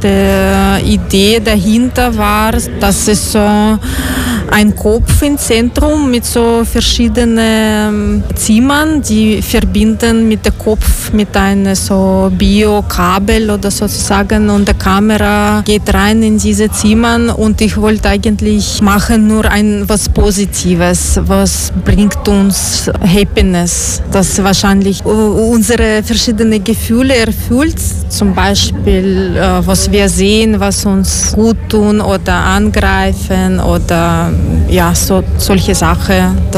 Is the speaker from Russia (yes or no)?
yes; Russia; German is a second language; moved away; Ursprünglich komme ich aus Russland.